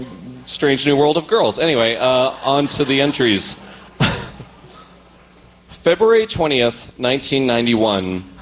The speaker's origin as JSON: {"language": "English", "region": "Texas", "country": "United States", "tie": "born or raised there", "said": "So, I grew up in Texas, still in Texas"}